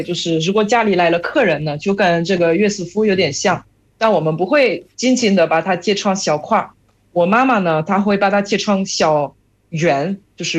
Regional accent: western France, France; Chinese is a second language; now in China; 尤其是我老家这个法国的这种西部西边的，我们是会有这种小小的哈密瓜

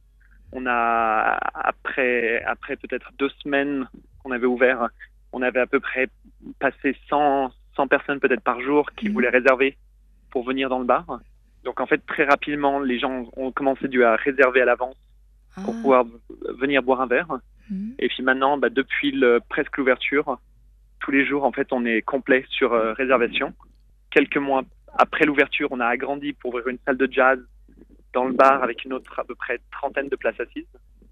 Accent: Switzerland; moved away as an adult; now in China; J'ai quitté la Suisse en 2011 pour venir travailler en Asie pour le groupe Shangri-La. Et j'ai décidé en fait de venir en Chine en 2014 pour en fait découvrir la Chine.

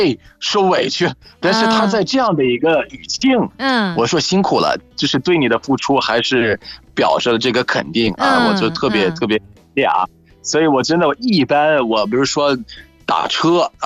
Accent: Egypt; Chinese is a second language

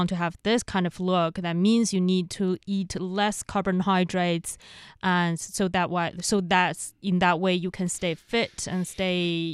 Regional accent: Inner Mongolia, China; born or raised there

